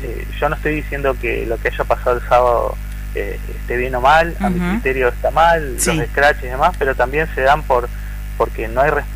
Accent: Neuquén, Argentina; moved away as an adult; also born or lived in Mendoza / Buenos Aires; yo soy de Neuquén, me fui a estudiar a Mendoza, viví en Capital mucho tiempo y hace seis años decidí pegar la vuelta, como todos los neuquinos que nos vamos a estudiar a otro lado, y rionegrinos también.

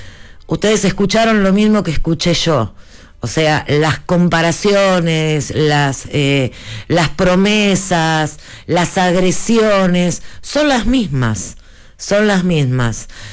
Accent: Argentina; yo, a pesar de mi apellido … me considero muy argentina, y aunque mi tez no lo demuestre, mi alma es bien marrón y bien nacional.

